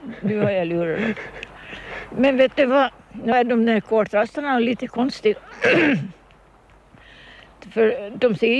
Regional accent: Kumlinge, Åland, Åland Islands; moved away; also born or lived in United States; så växte jag upp här på Kumlinge. Och sen så fick jag för mig att jag skulle lite ut och se mig omkring. Och så får vi till Amerika.

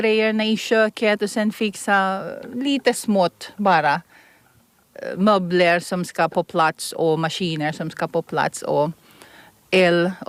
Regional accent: Philippines; first language Tagalog; Swedish is a second language; now in Åland, Finland; Lollo betyder morfar eller farfar i mitt språk, som är Tagalog. Jag kommer från Filippinerna.

